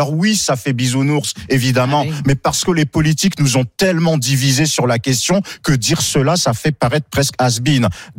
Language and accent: French; France; Moi, je suis un Français afro-descendant.